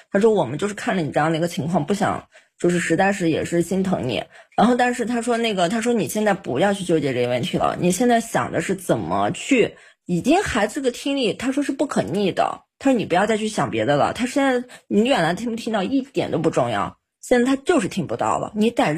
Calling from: Xinjiang, China; 我是新疆人

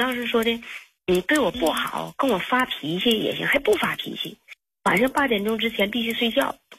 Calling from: northern China, China; 我们都是北方人

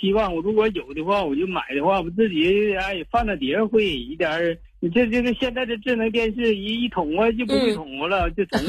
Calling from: Liaoyang, Liaoning, China; 我是那个辽阳同二铺。

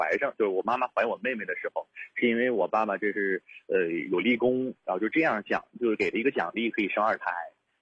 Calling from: Dalian, Liaoning, China; 我是大连的听众

